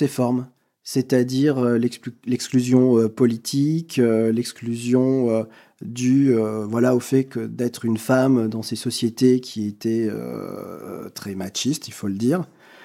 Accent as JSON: {"language": "French", "town": "Bourges", "region": "Centre-Val de Loire", "country": "France", "tie": "born there", "also_born_or_lived": "northern France", "moved": "as an adult", "said": "je suis parti très vite de ma ville de naissance pour m'installer à Bourges, qui est dans le centre de la France et qui est une très belle ville médiévale et renaissante"}